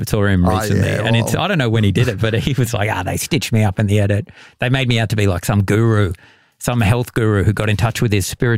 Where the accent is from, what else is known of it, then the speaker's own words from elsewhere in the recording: Australia; I feel like we're in no man's land when it comes to that word as Australian